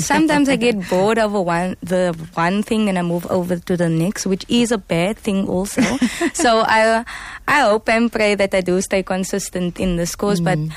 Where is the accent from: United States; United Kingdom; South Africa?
South Africa; Elsies River, Western Cape; I'm 24 years old. I'm from Leonsville, Elsies River.